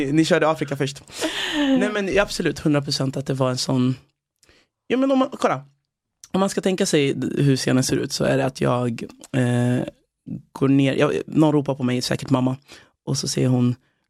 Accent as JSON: {"language": "Swedish", "town": "Nora", "region": "Örebro County", "country": "Sweden", "tie": "born or raised there", "said": "det var i Nora utanför Örebro. Det var där jag växte upp"}